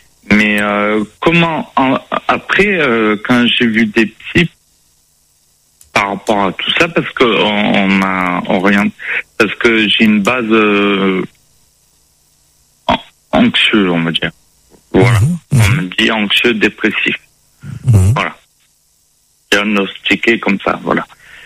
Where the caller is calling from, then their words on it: Marseille, Provence-Alpes-Côte d'Azur, France; je suis à Marseille, donc à l'hôpital Nord